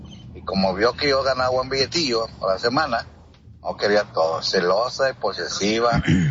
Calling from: Mexico; yo soy de México

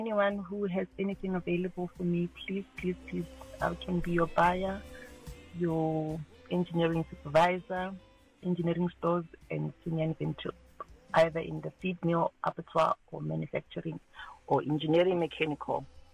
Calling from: Pretoria, Gauteng, South Africa; I'm from Pretoria.

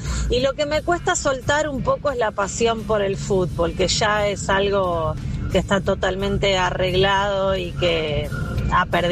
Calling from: City Bell, Buenos Aires, Argentina; de Citibel.

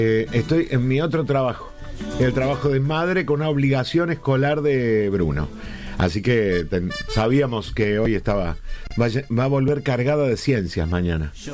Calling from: Merlo, San Luis, Argentina; de Merlo, San Luis

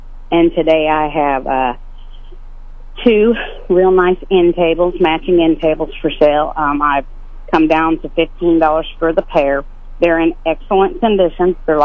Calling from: Marshall, Missouri, United States; Hi, I'm calling from Marshall.

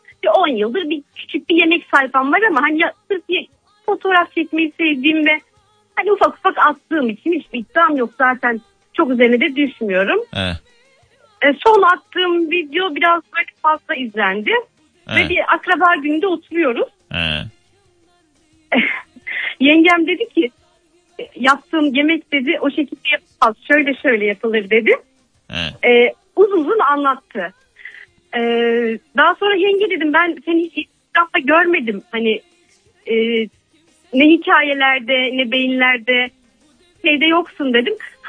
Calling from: Konya, Turkey; Konya'dan arıyorum.

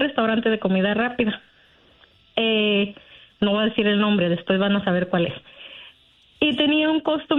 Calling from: Manteca, California, United States; De aquí, de la ciudad de Manteca, California.

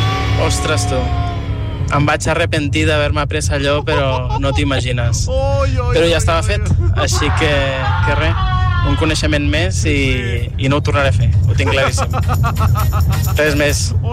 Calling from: Sant Cugat del Vallès, Catalonia, Spain; de Sant Cugat. Estic aquí conduint i us estava escoltant.

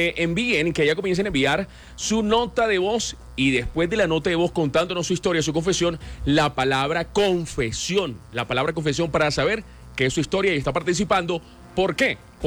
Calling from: Dosquebradas, Risaralda, Colombia; Hola, muy buenas, soy de Dos Quebradas, Risaralda.

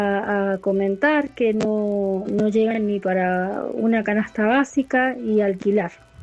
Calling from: Godoy Cruz, Mendoza, Argentina; de Godecruz, Mendoza.

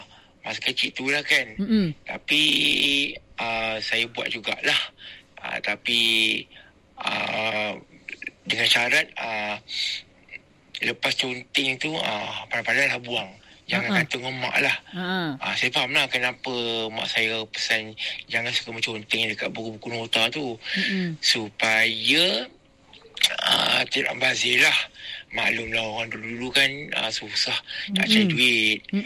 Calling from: Sungai Buloh, Selangor, Malaysia; saya dari Sungai Buloh.

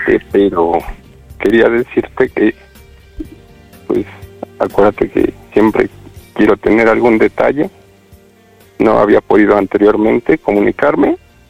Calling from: Mexico City, Mexico; En Coajimalpa, en mi casa.

